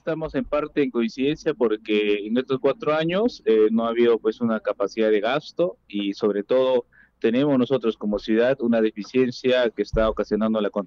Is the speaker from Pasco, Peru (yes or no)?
yes; Oxapampa, Pasco, Peru; soy natural de Oxapampa, de una cuarta generación, porque acá Oxapampa, usted bien sabe, ha sido una colonia australemana. Mi bisabuelo ha sido uno de los que han fundado la ciudad